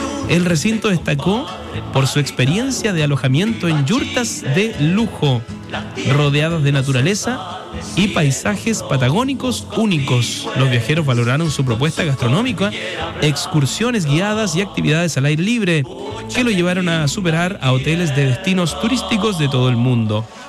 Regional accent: Chile

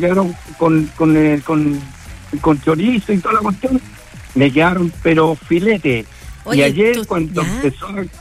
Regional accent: Santiago, Santiago Metropolitan Region, Chile; moved away as an adult; now in northern Chile; yo soy santiaguino, nacido, criado. Educado, alimentado y estudiado y salió de todo mi estudio en Santiago.

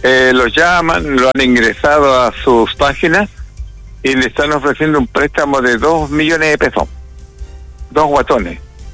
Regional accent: Chile; Somos así los chilenos

